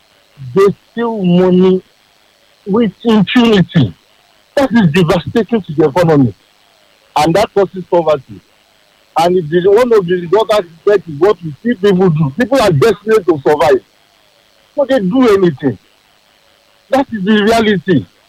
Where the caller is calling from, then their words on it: Dubai, United Arab Emirates; I am calling from Dubai.